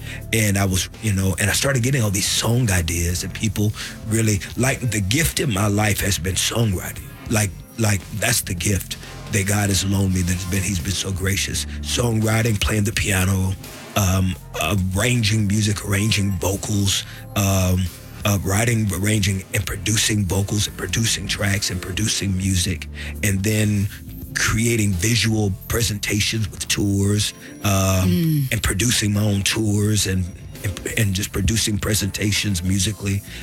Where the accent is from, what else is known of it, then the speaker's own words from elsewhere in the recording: Texas, United States; accent: country; moved away; Yeah, I'm just loud and country because I'm from Texas.